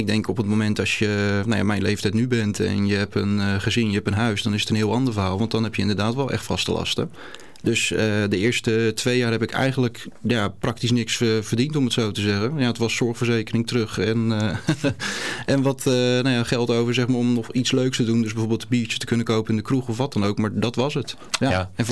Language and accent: Dutch; Gouda, South Holland, Netherlands; born there; Ja, Gouda, mijn geboortestad dus. Dus ik heb eigenlijk al mijn familie hier wonen.